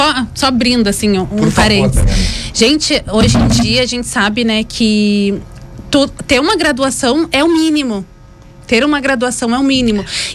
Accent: Pelotas, Rio Grande do Sul, Brazil; moved away; eu sou de Pelotas, lá da região sul.

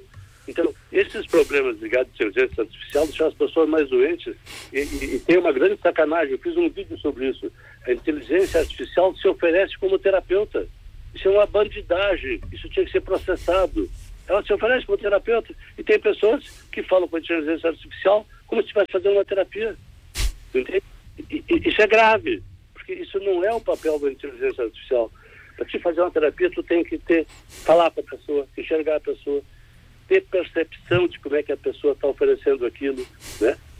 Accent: Arvorezinha, Rio Grande do Sul, Brazil; porque eu também sou colono, viu? Eu nasci, para vocês ouvirem, eu nasci em Arvorezinha, que pertencia a Encantado. Fiquei até 12 anos em Arvorezinha.

